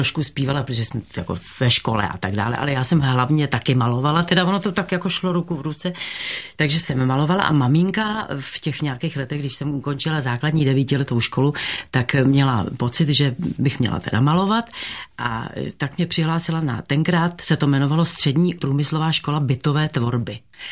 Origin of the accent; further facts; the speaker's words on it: Prague, Czechia; Narodila jsem se v Praze, jsem čistokrevná Praška. Narodila jsem se na Národní třídě 7, číslo 7, kde je kavárna.